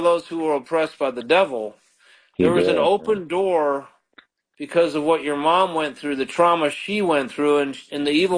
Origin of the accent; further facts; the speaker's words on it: Palatine, Illinois, United States; also born or lived in Indiana; Like, I used to live in the Midwest. I'm from Palatine.